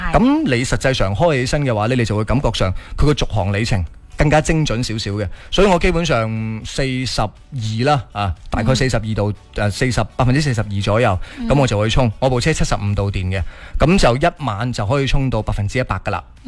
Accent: Foshan, Guangdong, China; 我话我系佛山嘅、嗯。哦，嗱，我咧就喺佛山工作嘅，我系福建人嚟嘅

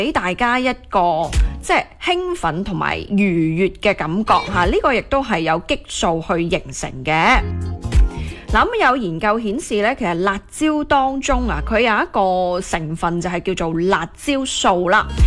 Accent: Guangdong, China

